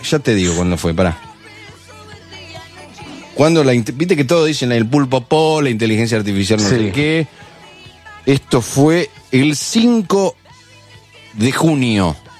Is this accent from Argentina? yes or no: yes; Argentina; Nosotros como argentinos sufrimos varios estados emocionales a lo largo de un año, de un día, de una hora.